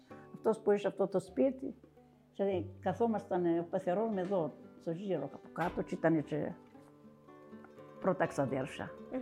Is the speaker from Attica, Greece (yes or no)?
no; Vorizia, Crete, Greece; Εγώ ήμουν και από τα Βορίζα, δεν ήξερα και πολλά.